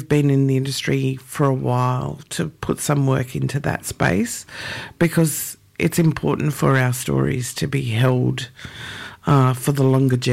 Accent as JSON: {"language": "English", "town": "Mumbantwa", "region": "Northern Territory", "country": "Australia", "tie": "born there", "said": "But I also have connection, I suppose, because I was born on Mumbantwa, so to the Aranda mob in Central Australia."}